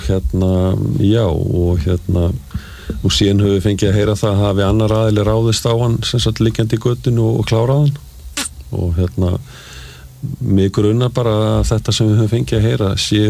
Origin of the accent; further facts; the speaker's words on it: Reykjavík, Capital Region, Iceland; Ég alveg upp í Reykjavík